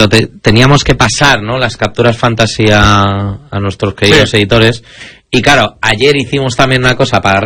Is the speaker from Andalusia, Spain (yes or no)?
no; Torralba de Calatrava, Castilla-La Mancha, Spain; Torralba de Calatrava, mi pueblo, Ciudad Real.